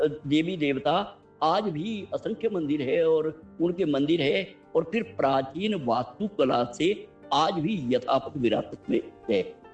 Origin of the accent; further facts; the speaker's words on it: Himachal Pradesh, India; यहाँ मेरे गांव के नजदीक बलग गांव है